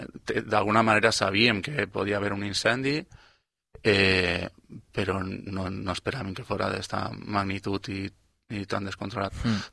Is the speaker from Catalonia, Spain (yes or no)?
no; Artana, Valencian Community, Spain; jo soc d'Artana